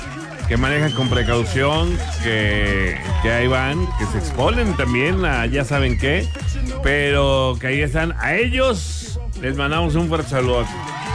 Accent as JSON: {"language": "Spanish", "region": "Mexico City", "country": "Mexico", "moved": "yes", "lives_now": "Querétaro, Mexico", "said": "yo no soy chilango, ya definimos muchas veces que es chilango. Pero yo soy de la CDMX. Soy de la CDMX."}